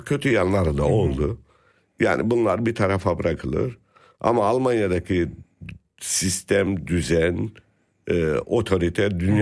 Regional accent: Pazarcık, Kahramanmaraş, Turkey; now in Germany; Biz orada doğduk, orada büyüdük.

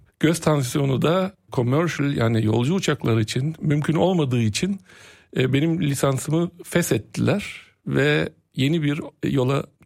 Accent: Nuremberg, Bavaria, Germany; moved away as an adult; also born or lived in Munich / Düsseldorf / Berlin; now in Cologne, Germany; Benim büyük bir abim var, 76'da o doğmuş, 78'de de ben doğdum. Klasik bir işçi ailesinin oğlu olarak dünyaya geldim ve büyüdüm Nürnberg'de.

